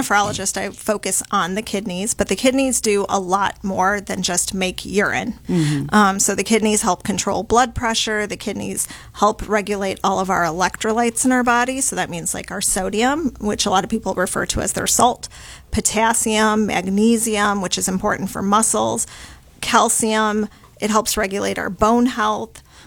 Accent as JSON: {"language": "English", "town": "Detroit", "region": "Michigan", "country": "United States", "moved": "yes", "said": "I'm originally from Detroit."}